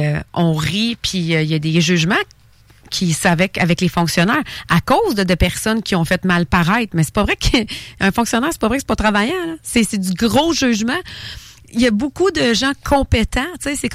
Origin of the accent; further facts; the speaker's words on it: Quebec, Canada; J'étais dans ma ville natale